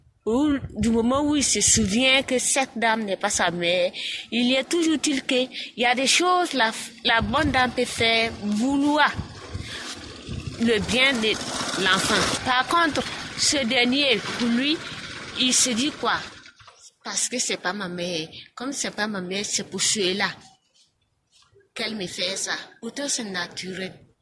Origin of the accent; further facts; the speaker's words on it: Burkina Faso; Chez nous au Burkina Faso, surtout en Afrique